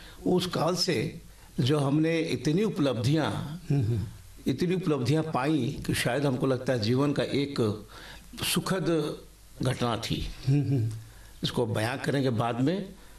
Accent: Jharkhand, India

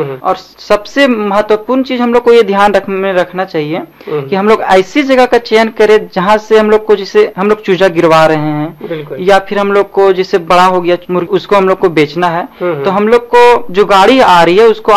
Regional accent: Ichak, Jharkhand, India; और हम इचाक प्रखंड का मने गाँव का रहने वाले हैं

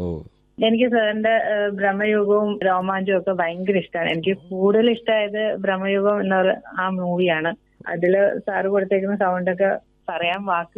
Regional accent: Kottayam, Kerala, India; Kottayam തലവലപ്പറമ്പ്.

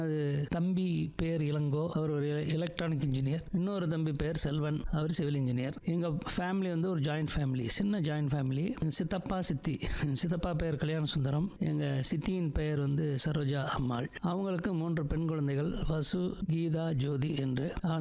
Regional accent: Madurai, Tamil Nadu, India; born there; நான் மதுரையிலிருந்து பிறந்து வந்தேன்.

